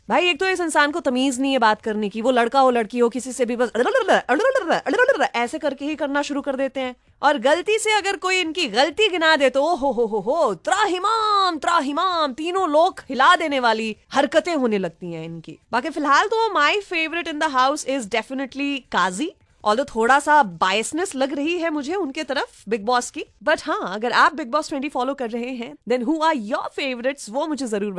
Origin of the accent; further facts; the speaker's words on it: Bihar, India; मैं भी बिहार से बिलोंग करती हूँ